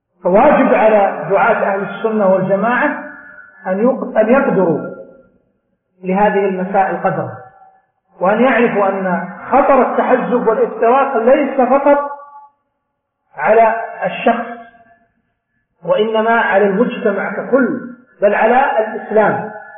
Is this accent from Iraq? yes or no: no; Saudi Arabia; ولذلك عندنا في المملكة العربية السعودية تؤخذ البيعة بهذه الطريقة